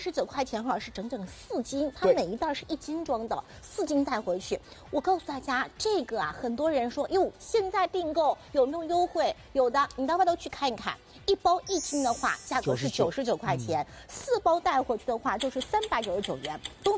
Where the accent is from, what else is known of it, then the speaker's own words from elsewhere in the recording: Shanghai, China; 我们上海人